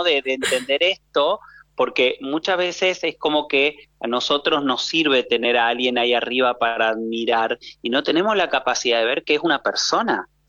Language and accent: Spanish; Argentina; Ahí sí es como que podemos decir somos argentinos